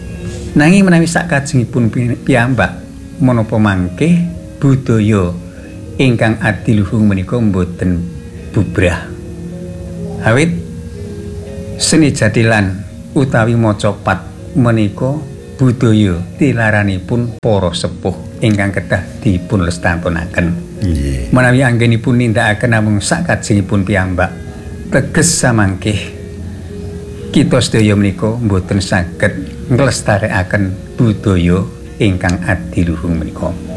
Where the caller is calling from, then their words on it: Giri Mulyo, Special Region of Yogyakarta, Indonesia; Kula niki saking Giri Mulyo badhe nyuwun pirsa.